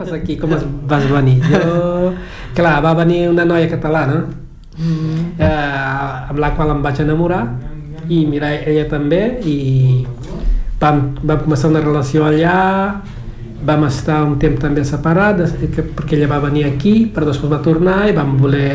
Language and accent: Catalan; Mindelo, São Vicente, Cape Verde; moved away as an adult; now in Catalonia, Spain; jo sóc de San Vicente, la ciutat és Mindelo, seria més o menys com Barcelona, la segona ciutat.